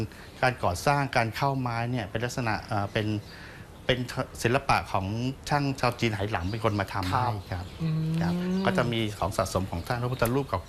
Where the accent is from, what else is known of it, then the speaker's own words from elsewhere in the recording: Bangkok, Thailand; moved away as an adult; จริงๆแล้วพี่โตที่กรุงเทพ